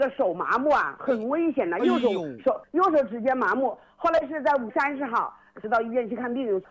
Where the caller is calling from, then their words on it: Wuhan, Hubei, China; 我是湖北青山那个三公路这里，西棉路。